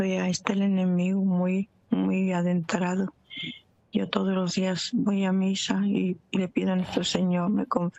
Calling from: Michoacán, Mexico; Soy de México, de Michoacán, de acá de Michoacán.

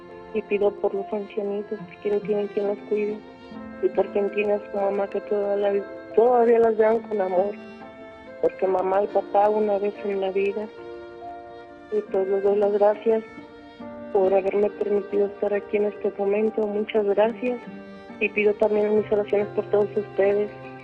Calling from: Ameca, Jalisco, Mexico; De Ameca, Jalisco.

